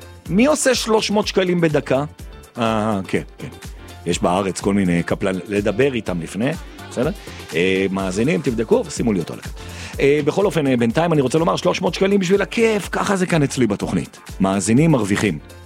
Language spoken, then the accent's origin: Hebrew; Jerusalem, Jerusalem District, Israel; כי אני ירושלמי